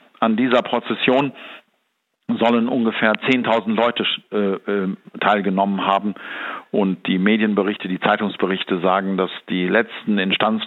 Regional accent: North Rhine-Westphalia, Germany; Ich bin gebürtiger Münsterländer aus Westfalen, und in der Nähe meines Heimatortes, in der Nähe von Osnabrück

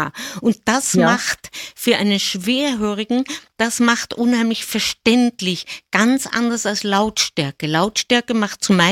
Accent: Austria; Für mich als Österreicher wäre es einfacher zu sagen, er rüttelt.

